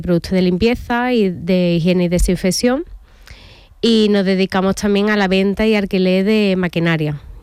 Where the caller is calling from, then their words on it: Seville, Andalusia, Spain; estoy en Sevilla, en el polígono industrial La Negrilla ahora mismo.